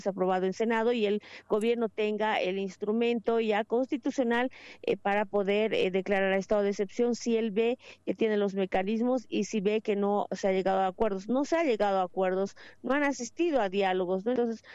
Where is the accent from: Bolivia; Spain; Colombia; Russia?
Bolivia; tenemos que ser responsables como bolivianos y bolivianas.